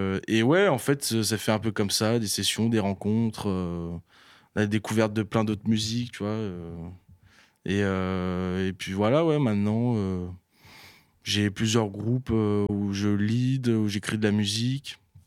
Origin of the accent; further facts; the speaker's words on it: Moulins, Auvergne-Rhône-Alpes, France; now in Paris, France; J'ai 24 ans, je viens de pas très loin d'ici, je viens de Moulins, dans l'Allier